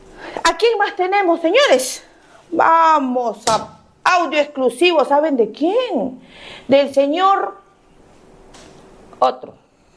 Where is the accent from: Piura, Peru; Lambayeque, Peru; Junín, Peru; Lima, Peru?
Lima, Peru; Yo soy de Comas. Acá me he criado en Comas, señores.